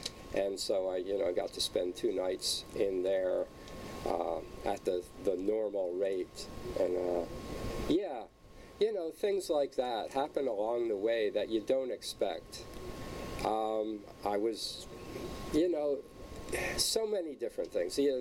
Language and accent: English; United States; moved away; as an American